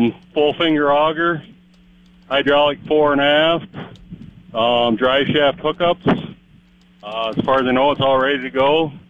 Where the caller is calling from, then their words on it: Lincoln, South Dakota, United States; from Lincoln, South Dakota.